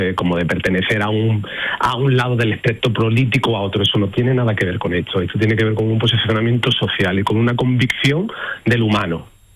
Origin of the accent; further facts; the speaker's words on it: Seville, Andalusia, Spain; Bueno, pues siempre llegamos con ilusión, por supuestísimo, de bailar en mi tierra y de bailarle a mi gente y a mi pueblo y con nervios también.